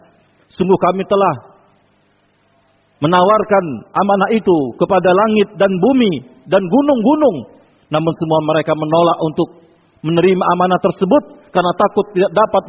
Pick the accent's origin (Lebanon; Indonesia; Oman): Indonesia; احفظ بلادنا إندونيسيا من الفتن والمحن ما ظهر منها وبطن